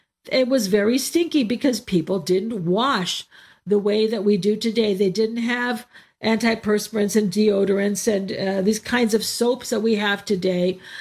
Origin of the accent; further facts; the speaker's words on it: United States; I grew up in the United States.